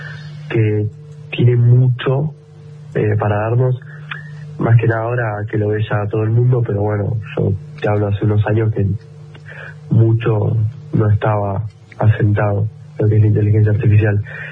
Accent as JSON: {"language": "Spanish", "town": "Bahía Blanca", "region": "Buenos Aires Province", "country": "Argentina", "said": "es en Buenos Aires, nosotros somos de Bahía Blanca, así que estaríamos yendo por esa fecha."}